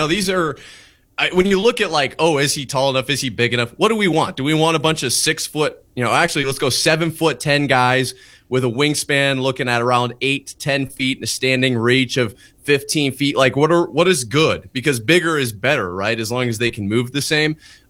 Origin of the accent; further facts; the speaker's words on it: Iowa, United States; I am from Eastern Iowa